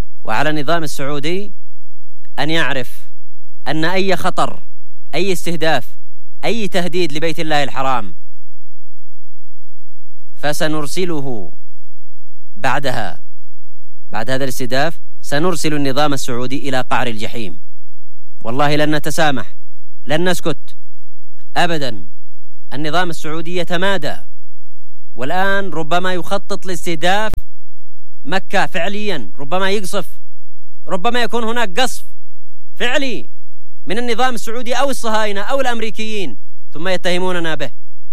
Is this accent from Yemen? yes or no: yes; Yemen